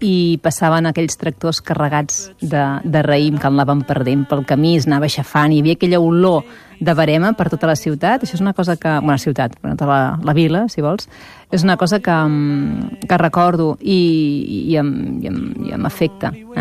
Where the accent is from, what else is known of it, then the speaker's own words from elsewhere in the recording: Vilafranca del Penedès, Catalonia, Spain; also born or lived in Barcelona; a Vilafranca del Penedès. Vaig néixer a Barcelona, però al cap darrer 3 anyets ja érem a Vilafranca del Penedès.